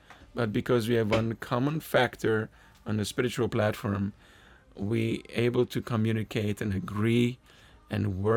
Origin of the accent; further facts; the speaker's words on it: Hungary; For example, I'm from Hungary. I became a devotee in New York.